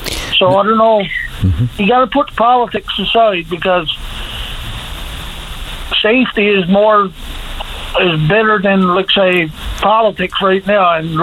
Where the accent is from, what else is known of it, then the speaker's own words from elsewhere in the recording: Burgeo, Newfoundland and Labrador, Canada; No, I'm in a corner, but I'm from Burgio.